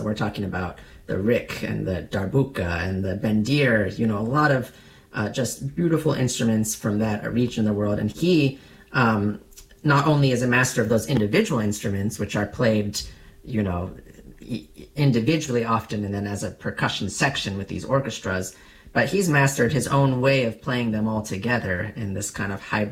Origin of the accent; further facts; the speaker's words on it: San Diego, California, United States; I'm from San Diego, California. Grew up here in the States